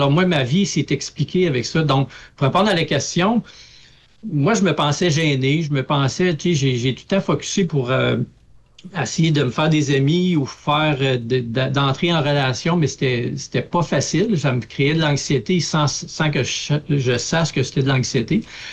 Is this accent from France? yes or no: no; Gagnon, Quebec, Canada; moved away; also born or lived in Laval / Montreal; moi, je suis originaire... j'aime dire que je viens de nulle part. C'est-à-dire, je suis originaire de Gagnon. qui est une ville qui n'existe plus, qui a été fermée, détruite là, en 85. Et je suis né là.